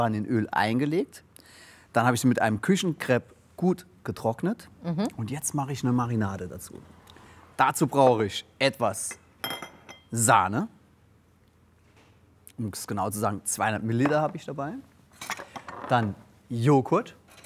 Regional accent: Blieskastel, Saarland, Germany; ich bin ja aus Bieskastel

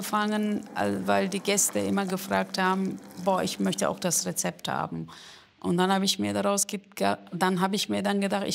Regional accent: Turkey; Vor allem die Frauen aus der Region, wo ich herkomme. Wir sind sehr fleißig und wir sind auch sehr stark.

